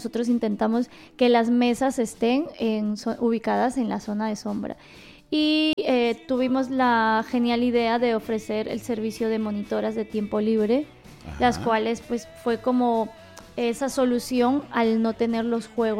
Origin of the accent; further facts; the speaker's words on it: Peru; moved away; la fiesta de mi país, que yo soy peruana